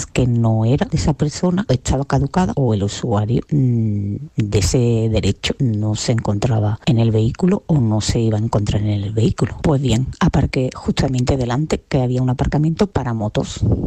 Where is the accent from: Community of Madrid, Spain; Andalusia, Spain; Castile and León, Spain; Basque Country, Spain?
Andalusia, Spain; Soy de un pueblo de la provincia de Cádiz y lo que me pasó una vez que mi pueblo escasean los aparcamientos con movilidad reducida.